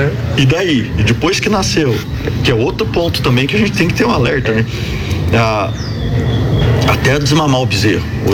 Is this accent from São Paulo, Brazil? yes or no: no; São Joaquim, Santa Catarina, Brazil; Eu sou natural de São Joaquim, né?